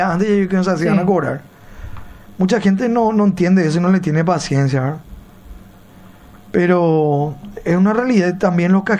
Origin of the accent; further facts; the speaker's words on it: Montevideo, Uruguay; Yo soy de Montevideo, jamás invadí Uruguay, no sabe nada de historia.